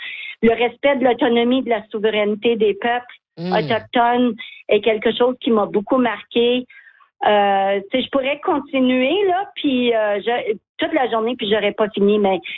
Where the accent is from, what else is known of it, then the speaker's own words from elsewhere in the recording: Mattawa, Ontario, Canada; parce que moi, je viens de Mattawa.